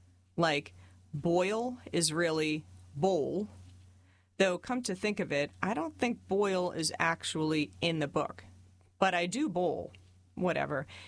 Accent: Tennessee, United States; it's full of a bunch of stories about me and my hometown in Tennessee, my friends and my family

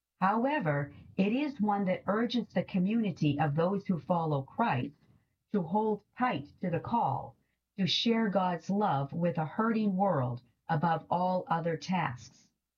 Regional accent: Newburyport, Massachusetts, United States; now in Colorado, United States; New to Colorado, I was raised in Newburyport, where my relationship with the outdoors was formed. In a tiny house on Franklin Street, just steps away from the Merrimack River, the seeds were being planted

